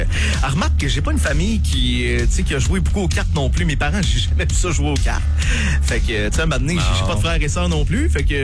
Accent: Quebec City, Quebec, Canada; now in Saguenay, Canada; T'sais, moi, je viens de Québec, OK? Parce que quand je remets les pieds là pour aller chez mes parents

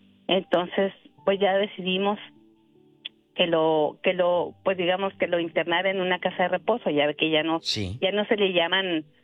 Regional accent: Chihuahua, Mexico; mis tres hermanos que están cerca, digamos, nosotros somos de Chihuahua

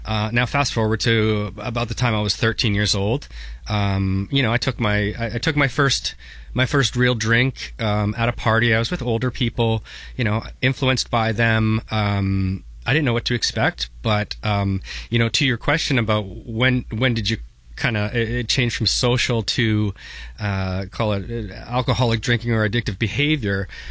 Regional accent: St. Catharines, Ontario, Canada; born or raised there

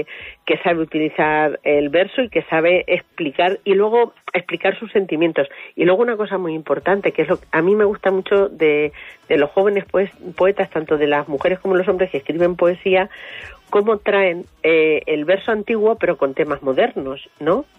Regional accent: Cenizate, Castilla-La Mancha, Spain; Un joven poeta que es de Cenizate, que es mi pueblo.

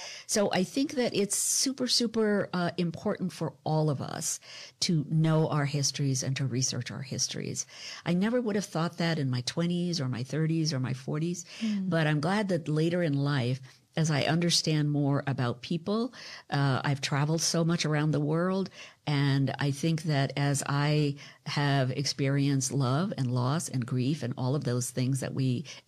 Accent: India; now in United States; So I identify myself as both Indian and American at this point

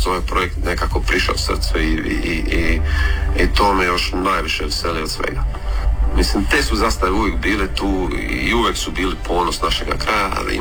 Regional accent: Orebić, Dubrovnik-Neretva County, Croatia

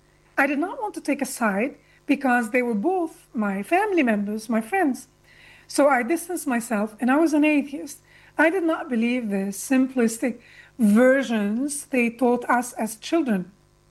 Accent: Lebanon; I mentioned earlier that I attended a French Catholic school. Growing up in Lebanon meant growing up between Islam and Christianity.

